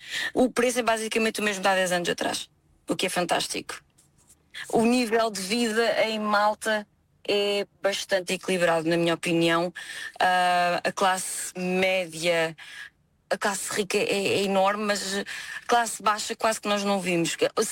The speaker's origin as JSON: {"language": "Portuguese", "region": "Centro", "country": "Portugal", "also_born_or_lived": "Angola", "moved": "as an adult", "said": "Como eu não sou da zona de Lisboa"}